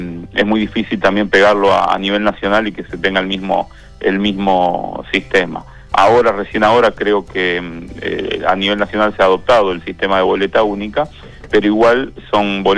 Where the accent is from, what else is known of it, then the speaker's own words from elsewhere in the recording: Rosario, Santa Fe, Argentina; Sería para nuestra ciudad, para nuestra provincia, y eso que no soy ni de Central ni de Newell